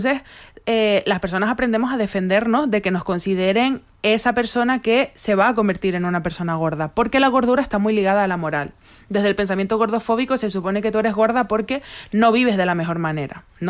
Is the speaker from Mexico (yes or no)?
no; Canary Islands, Spain; Yo como persona canaria esto lo vivo muchísimo, el haber empezado a escribir hablando en peninsular y luego cómo voy a hablar de mi pueblo en otro lenguaje, ¿no? Que no sea el mío.